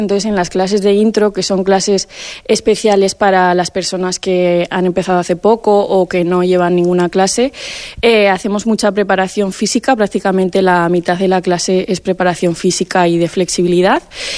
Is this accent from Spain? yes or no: yes; Pozuel del Campo, Aragon, Spain; voy a hacer una jota navarra que cantaba mi abuelo en la romería de mi pueblo, que es Pozuel del Campo.